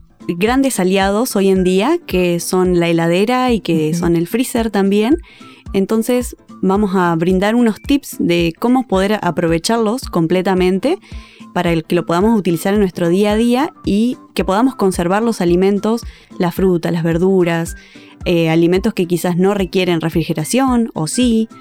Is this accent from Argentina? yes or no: yes; Entre Ríos, Argentina; Soy de Entre Ríos, no de la villa, pero sí de Entre Ríos, así que me quedé por la zona. Estudié nutrición acá en la universidad.